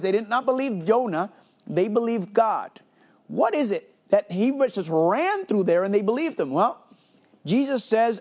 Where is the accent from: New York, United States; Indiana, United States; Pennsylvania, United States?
New York, United States; New York City; born there; moved away; I was born in New York City and lived half of my life there.